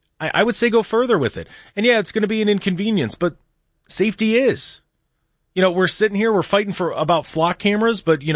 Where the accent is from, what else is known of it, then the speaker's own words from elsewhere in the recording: Ohio, United States; As an American, as an Ohioan, as somebody who lives in your county